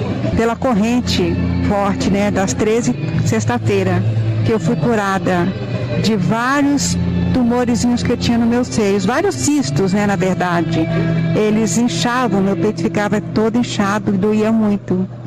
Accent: Vitória, Brazil; eu sou daqui da Sede de Vitória.

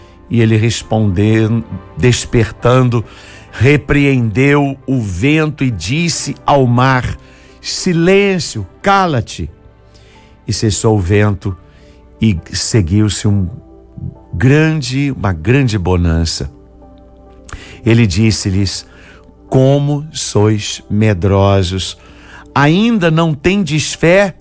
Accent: Juiz de Fora, Minas Gerais, Brazil; now in Rio de Janeiro, Brazil; em Juiz de Fora, minha terra natal. Então dou graças, porque daqui a pouquinho, né, daqui a 2 horas e meia, eu estarei então completando 36 anos

